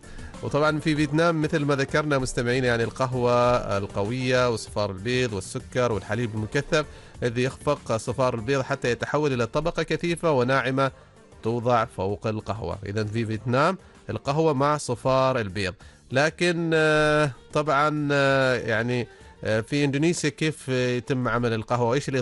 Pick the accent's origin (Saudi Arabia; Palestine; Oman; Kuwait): Oman; عندنا في عمان والخليج